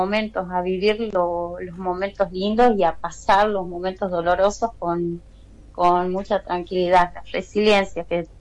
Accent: Tucumán, Argentina; De acá de Tucumán también viaja un amigo mío, Luciano López, de Tafí Viejo, somos los dos tucumanos

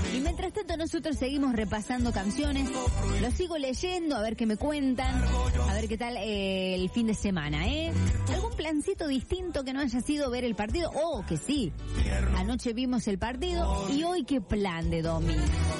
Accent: Río Cuarto, Córdoba, Argentina; Nosotros somos de Río Cuarto, pero andamos con la familia en Carlos Paz.

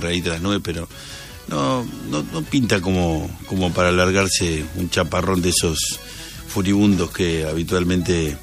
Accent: Argentina

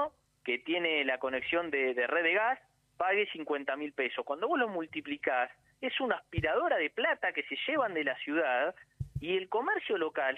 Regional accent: Argentina; como argentino te indigna

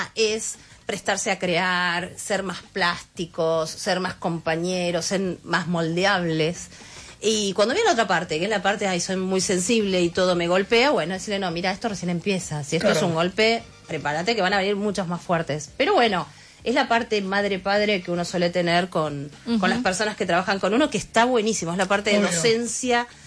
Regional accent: Argentina

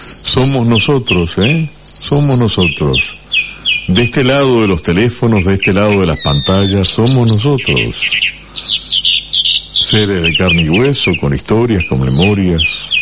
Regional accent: Entre Ríos, Argentina; Somos argentinos, entrerrianos de pura cepa.

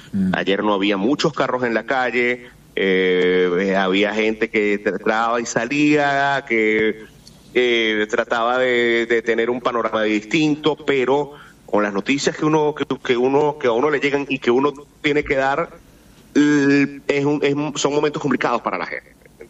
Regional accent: Venezuela; Yo, por ejemplo, vengo de un pueblo a una hora de Caracas, que es mi ciudad de origen

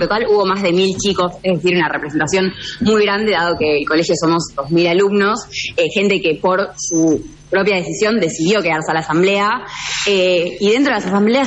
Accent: Argentina; como argentinos que creemos que realmente la educación pública gratuita de calidad no se puede negociar

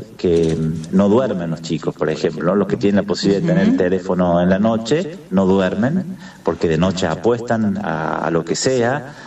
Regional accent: Argentina; imagínate todo lo apasionado que somos los argentinos en el fútbol.

